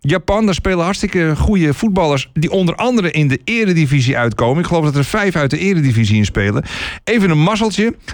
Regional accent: Netherlands; Op het WK, ja, daar zijn we natuurlijk als Nederlanders ook plaatsvervangend trots op.

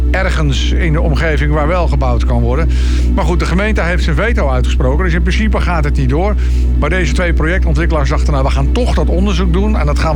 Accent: Hillegom, South Holland, Netherlands; born there; Het is wel mijn geboortegrond, zal ik maar zeggen.

